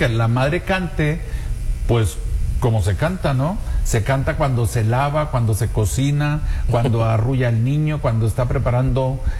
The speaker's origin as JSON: {"language": "Spanish", "country": "Mexico"}